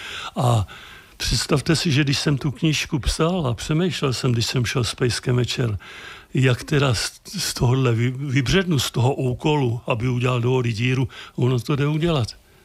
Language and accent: Czech; Vysokov, Hradec Králové Region, Czechia; born or raised there